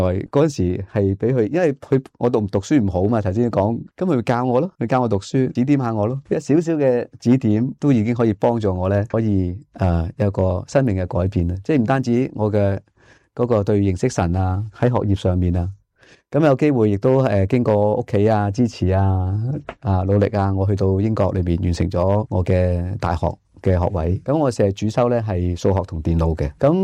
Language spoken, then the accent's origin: Cantonese; Hong Kong; 我自己都喺香港出世嘅，土生土长。咁我记得呢就係喺小学呢係读元朗商会小学。